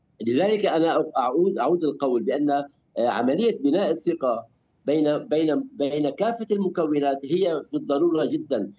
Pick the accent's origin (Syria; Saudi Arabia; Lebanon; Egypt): Syria; أنا مواطن كردي سوري، أنا أستظل بالدولة السورية، وهذا شرف لي أن أكون ضمن الدولة السورية، ولكن لي حقوقي يجب الحفاظ عليها، لي حقوقي، لغتي، ثقافتي